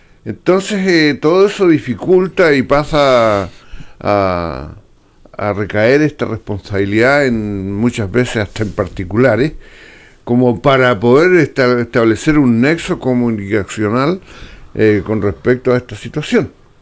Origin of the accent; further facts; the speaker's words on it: Chile; nosotros también como chilenos, estamos más o menos en la línea de esta falla tectónica que abarca desde gran parte